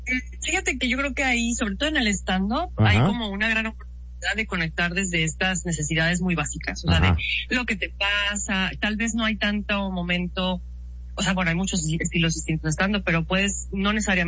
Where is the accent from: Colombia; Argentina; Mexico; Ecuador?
Mexico; Cancún, Quintana Roo; born there; moved away as an adult; also born or lived in Mexico City, Mexico / London, United Kingdom; Sí, soy de Ciudad de México realmente, pero sí, desde los 10 años llegamos a Cancún.